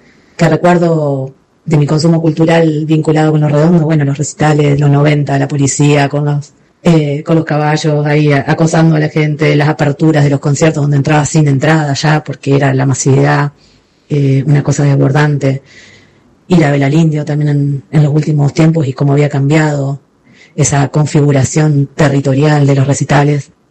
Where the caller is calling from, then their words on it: Argentina; tengo 44, soy madre y argentina